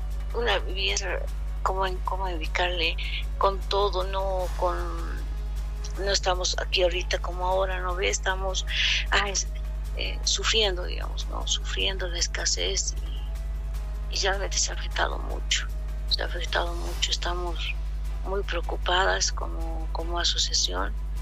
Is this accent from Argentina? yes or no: no; Bolivia; todos nosotros los bolivianos